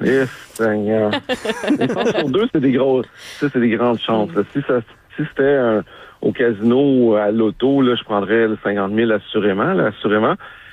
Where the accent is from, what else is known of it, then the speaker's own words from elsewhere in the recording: Longueuil, Quebec, Canada; je viens des HLM de Longueuil sur l'aide sociale.